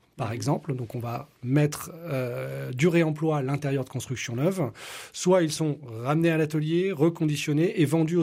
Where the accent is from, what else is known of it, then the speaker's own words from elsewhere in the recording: Nouvelle-Aquitaine, France; Et j'ai eu envie de revenir en Charente, qui est ma terre natale, et de revenir après ces années d'expatriation.